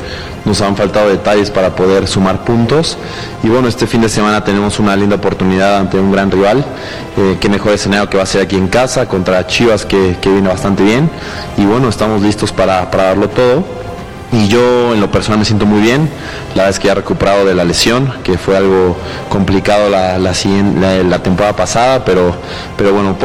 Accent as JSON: {"language": "Spanish", "country": "Mexico", "said": "yo siempre voy a estar como mexicano"}